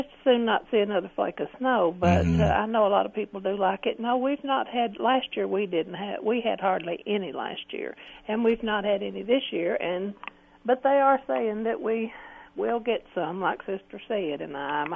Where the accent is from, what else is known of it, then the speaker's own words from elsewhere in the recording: Somerset, United States; Here in Somerset.